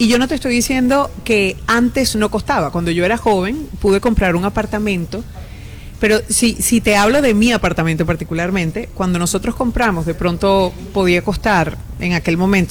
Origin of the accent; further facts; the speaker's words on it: Venezuela; moved away; yo misma, siendo venezolana